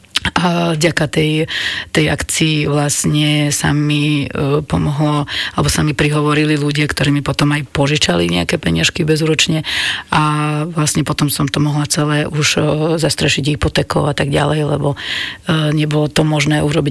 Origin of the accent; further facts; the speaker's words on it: Žilina, Žilina Region, Slovakia; born there; v mestskej časti Mojšova Lúčka a ja to cítim, že tam patrím, ja som sa tam dokonca narodila v dome číslo 106, ktorý zatopili. A potom sme sa museli presťahovať do na sídlisko, do paneláka.